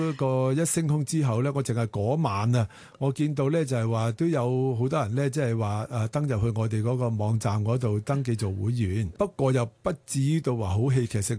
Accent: Hong Kong; 我哋香港人

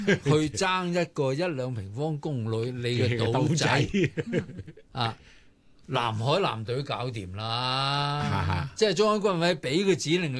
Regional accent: China; 最大的是在中方，即是我们中国人也都最关心的中方

